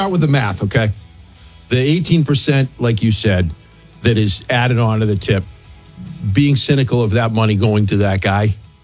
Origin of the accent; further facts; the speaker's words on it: Hampton Beach, New Hampshire, United States; I'm a kid from Hampton Beach that's always looking for a street scam, right?